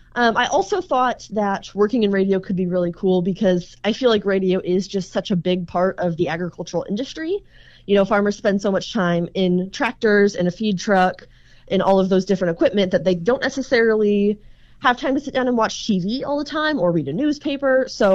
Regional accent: St. Charles, Missouri, United States; moved away as an adult; now in Lincoln, United States; I'm originally from St. Charles, like you said, where I grew up on a corn and soybean farm.

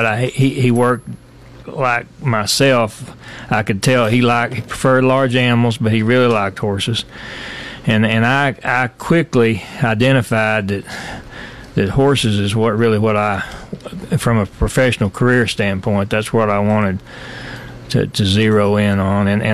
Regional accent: Spearman, Texas, United States; Well, I grew up in Spearman, Texas, right up in the top of the panhandle near where you grew up, actually.

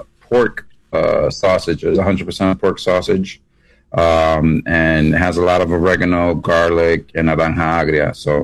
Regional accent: New York, United States; Well, I feel like I'm from New York. So like I'm from New York.

